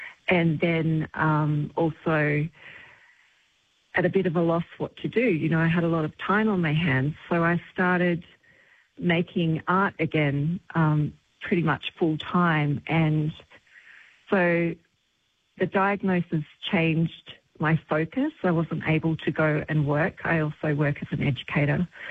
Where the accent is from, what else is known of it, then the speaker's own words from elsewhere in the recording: New South Wales, Australia; being back in the Central West, which was my hometown and the environment that I really loved.